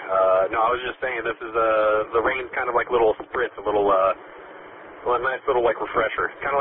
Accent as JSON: {"language": "English", "region": "Delaware", "country": "United States", "also_born_or_lived": "Pacific Northwest", "moved": "yes", "said": "I've been to the Pacific Northwest. I've been stationed there for a tiny bit, like about 6 to 10 months. But no, I'm originally from the Northeast and around the Delaware area."}